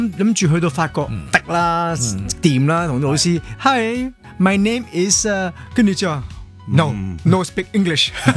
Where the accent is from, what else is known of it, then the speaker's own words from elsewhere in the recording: France; also born or lived in Hong Kong; 四五岁过去之后就吓嗰边就住咗廿年啦。